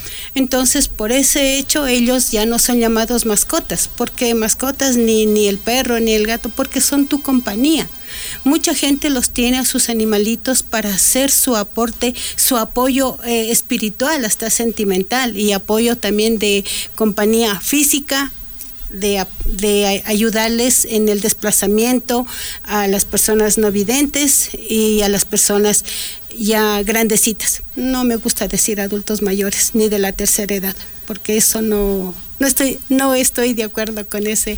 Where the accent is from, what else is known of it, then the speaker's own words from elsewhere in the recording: Tulcán, Carchi, Ecuador; accent: Carchi; now in San Antonio de Pichincha, Ecuador; Actualmente vivo en San Antonio de Pichincha, yo soy de Tulcán, si es que no se han dado cuenta por mi acento característico de mi hermosa provincia, El Carchi.